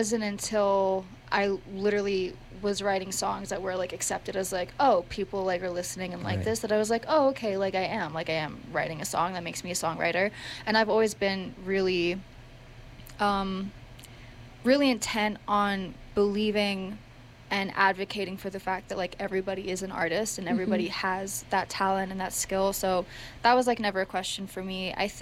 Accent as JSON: {"language": "English", "country": "Sudan", "moved": "yes", "said": "I'm from Sudan originally"}